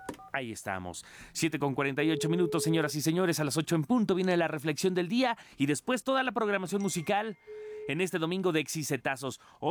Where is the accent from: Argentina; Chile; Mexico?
Mexico